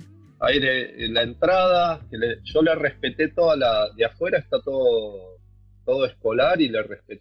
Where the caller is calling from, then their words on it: Don Torcuato, Buenos Aires Province, Argentina; en Buenos Aires. Estoy en Don Torcuato.